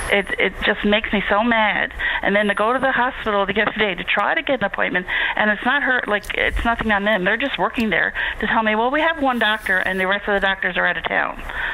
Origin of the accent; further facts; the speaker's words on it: Wabush, Newfoundland and Labrador, Canada; now in St. John's, Canada; I grew up in Wabash, loved my life down here. I had a great life. Then I moved away, and then now I live in, I just live outside St. John's area.